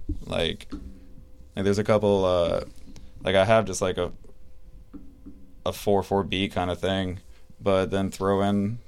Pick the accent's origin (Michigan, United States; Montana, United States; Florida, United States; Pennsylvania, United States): Florida, United States; I don't know, I'm from North Florida, so